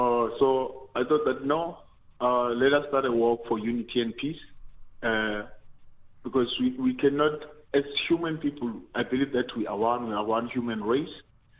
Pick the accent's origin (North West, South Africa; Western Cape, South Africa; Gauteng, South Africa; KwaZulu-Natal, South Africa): North West, South Africa; Klerksdorp; Let me correct. I'm from Klerksdorp. Yes. Klerksdorp, Ogunigana.